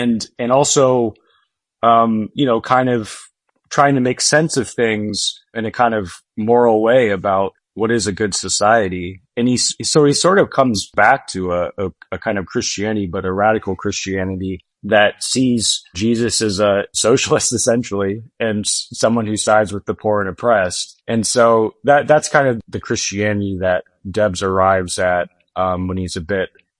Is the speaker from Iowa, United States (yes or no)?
yes; Iowa, United States; moved away; I grew up in Iowa and most of my family's still back there. And, you know, I identify very strongly with the region too.